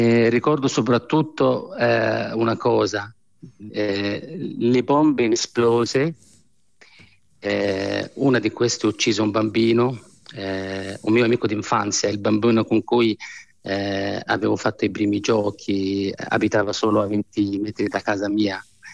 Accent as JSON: {"language": "Italian", "town": "Amman", "region": "Amman Governorate", "country": "Jordan", "tie": "born or raised there", "moved": "yes", "said": "Io sono nata ad Amman, sono cresciuta in una famiglia numerosa, in una casa dove c'era affetto, tradizione, religione, ma anche tante domande."}